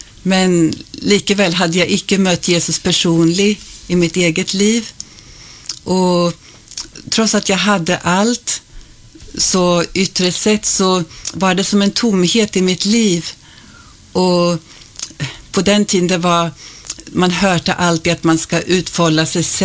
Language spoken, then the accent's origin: Swedish; Sweden; Ja, jag kommer från Sverige. Och jag är född och uppvuxen i en kristen familj.